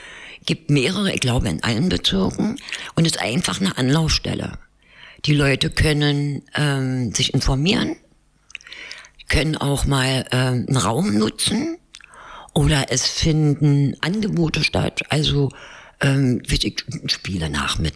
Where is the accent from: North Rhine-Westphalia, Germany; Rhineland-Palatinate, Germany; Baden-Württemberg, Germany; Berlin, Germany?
Berlin, Germany; Weil ich mich hier immer wohlgefühlt habe. Also ich habe es immer irgendwie als ja meine Heimat.